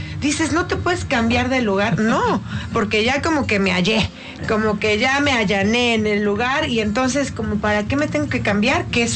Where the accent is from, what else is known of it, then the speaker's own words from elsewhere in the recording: Mexico; como mexicanos, tenemos que hacer mucho esto